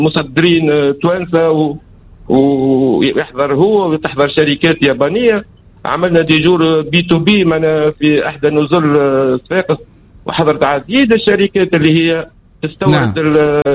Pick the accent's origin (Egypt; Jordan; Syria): Jordan; ناهيك انا مثلا من الاردن احنا يجينا العديد الاردنيين